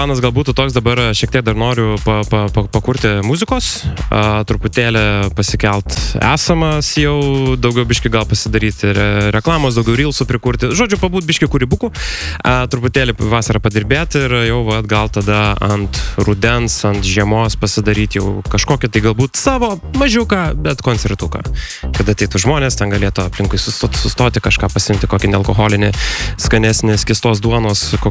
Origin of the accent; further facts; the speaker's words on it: Šeduva, Šiauliai County, Lithuania; Aš esu iš Šeduvos.